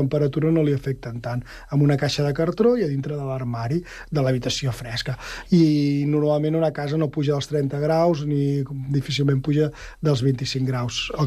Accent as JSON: {"language": "Catalan", "region": "Catalonia", "country": "Spain", "said": "com que som del Penedès, és una mica el que nosaltres podem transmetre molt bé al Penedès"}